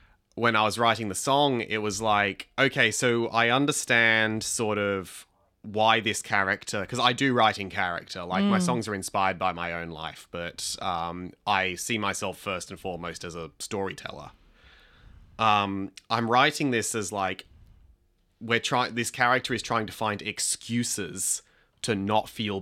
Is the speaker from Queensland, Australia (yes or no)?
no; Sydney, New South Wales, Australia; I'm not from Melbourne, I'm from Sydney.